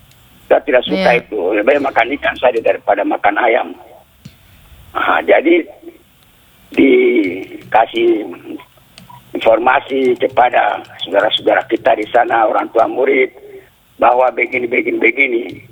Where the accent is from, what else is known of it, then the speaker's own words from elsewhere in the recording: Papua, Indonesia; Pintar, kita itu pintar. Kita orang Papua ini pintar.